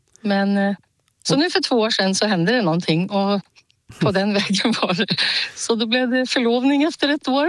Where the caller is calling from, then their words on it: Nyköping, Södermanland, Sweden; jag är från Nyköping